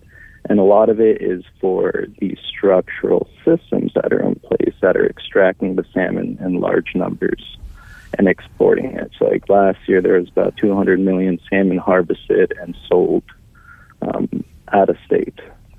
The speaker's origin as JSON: {"language": "English", "town": "Hooper Bay", "region": "Alaska", "country": "United States", "moved": "yes", "lives_now": "Fairbanks, United States", "said": "from like a Native tribal sovereignty perspective, I am originally from Hooker Bay, in the Buckeye community."}